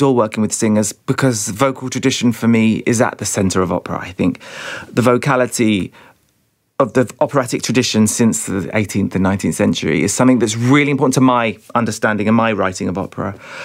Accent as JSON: {"language": "English", "country": "United Kingdom", "said": "I'm a British composer."}